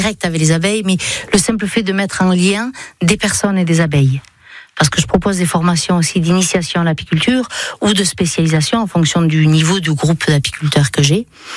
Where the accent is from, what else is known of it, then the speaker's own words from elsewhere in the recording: Ascain, Nouvelle-Aquitaine, France; je suis d'Askin, j'ai été élevée à Askin, je suis d'ici.